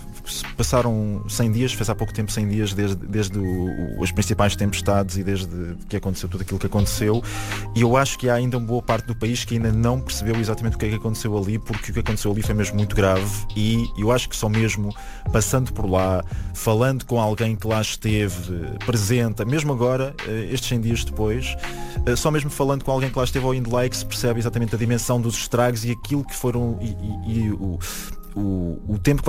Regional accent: Leiria, Centro, Portugal; moved away; gosto sempre de vender bem o sítio de onde sou e de dizer que há muita coisa importante lá

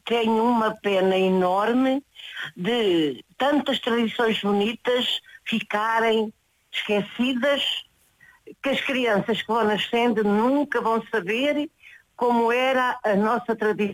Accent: Vila do Paço, Centro, Portugal; convidei as marchas do entroncamento de Torres Novas e a nossa, aqui para a minha terra.

